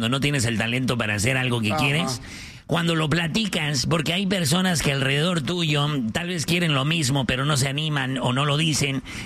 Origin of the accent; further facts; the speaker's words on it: Ciudad Obregón, Sonora, Mexico; born there; Soy nacido en Obregón, Sonora.